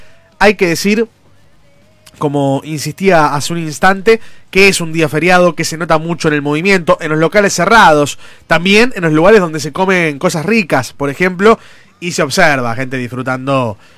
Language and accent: Spanish; Argentina